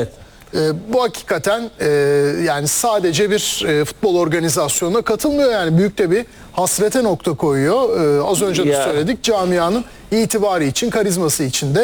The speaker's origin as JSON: {"language": "Turkish", "town": "Kadıköy", "region": "Istanbul", "country": "Turkey", "tie": "born or raised there", "said": "Hayır, Kadıköylüyüz yani. Doğma büyüme netice itibariyle. Evet. Ve semtte oturuyorum yani."}